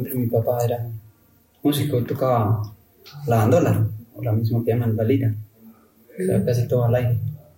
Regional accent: Colombia; tengo 56 años, soy de municipio de Guate, la vereda Volcán 3.

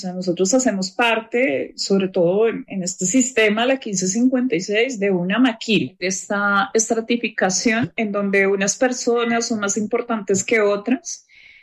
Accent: Bogotá, Colombia; como capitalino, como bogotano, está acostumbrado a oírlos, como colombiano también

